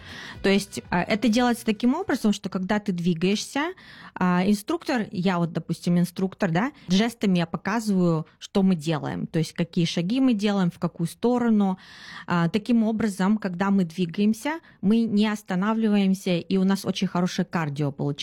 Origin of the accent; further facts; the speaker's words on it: Russia; moved away as an adult; now in New Zealand; Потом я переехала из России в Новую Зеландию в 2006 году, занималась работой, карьерой, семьей, у меня родился сын